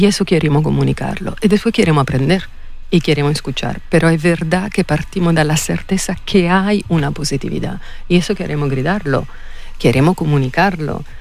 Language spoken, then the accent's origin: Spanish; Italy; accent: Italian; Spanish is a second language; yo vengo de una tradición italiana, se nota por mi acento y se nota por mi incapacidad de hablar español.